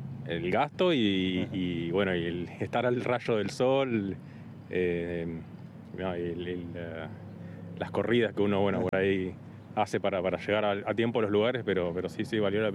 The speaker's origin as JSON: {"language": "Spanish", "country": "Argentina", "said": "Vine de Argentina a verlo y nada"}